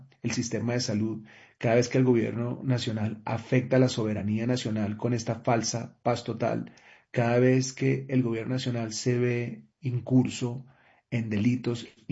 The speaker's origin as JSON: {"language": "Spanish", "country": "Colombia", "said": "nosotros como colombianos"}